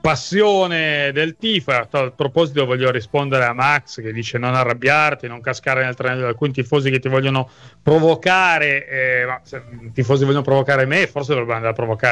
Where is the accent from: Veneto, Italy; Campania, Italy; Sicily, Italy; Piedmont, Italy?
Piedmont, Italy; Turin; io ero bambino, andavo a scuola a Torino